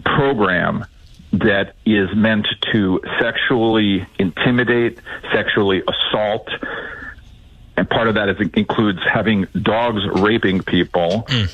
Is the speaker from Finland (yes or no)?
no; United States; because I'm Jew and because I'm an American, but also because I'm a journalist